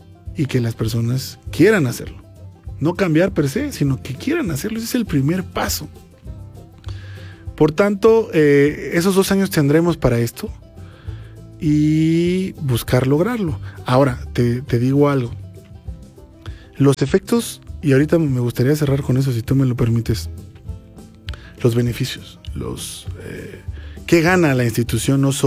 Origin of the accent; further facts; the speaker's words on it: Mexico; Ahora, como mexicanos, la diáspora que se calcula diáspora